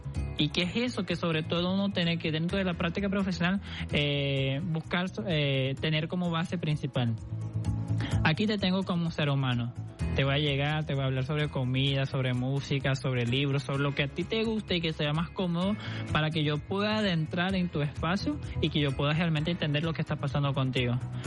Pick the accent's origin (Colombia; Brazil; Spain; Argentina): Brazil; Spanish is a second language; now in Venezuela; No soy venezolano. ¿De dónde eres? Soy de Brasil.